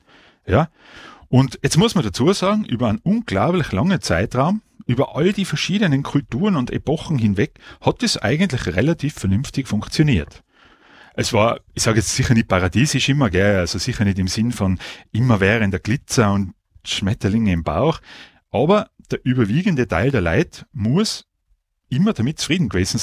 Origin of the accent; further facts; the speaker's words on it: Innsbruck, Tyrol, Austria; also born or lived in Leoben; Ich bin in Innsbruck geboren und aufgewachsen. Nach dem Gymnasium hat es mich in die Steiermark verschlagen, auf die Mondanuni in Leoben.